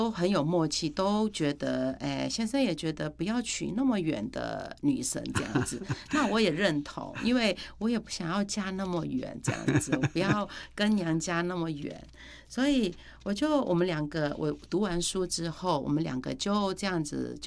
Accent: Myanmar; 因为他问我说你是哪里人，然后我就说缅甸的

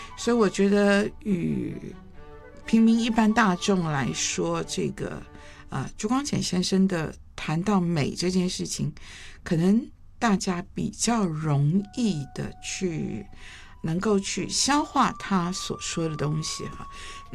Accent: Shanghai, China; 我是上海人，上海人是农农农哈，就是你，我听我父亲都是农怎么样，农怎么样，

